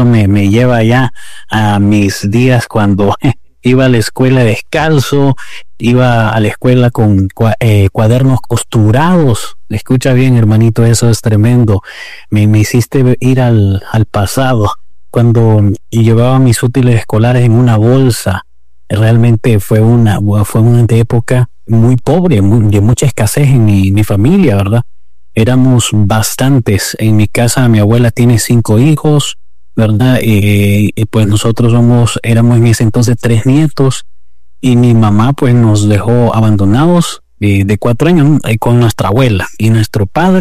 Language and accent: Spanish; Tegucigalpa, Francisco Morazán, Honduras; pues soy aquí de Tegucigalpa, Honduras, y soy un hombre de fe.